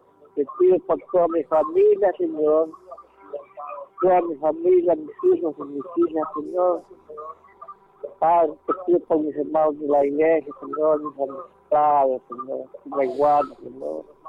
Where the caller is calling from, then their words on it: La Masica, Atlántida, Honduras; De aquí, de La Masica.